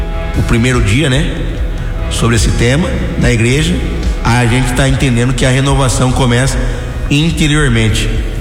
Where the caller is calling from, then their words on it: São Paulo, Brazil